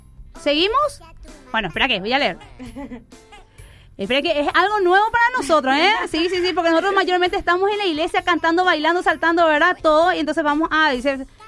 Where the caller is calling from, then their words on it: Sajonia, Asunción, Paraguay; de Sajonia.